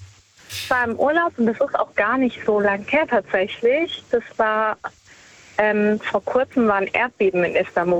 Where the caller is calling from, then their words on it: Baden-Württemberg, Germany; Ich komme aus der Nähe von Stuttgart.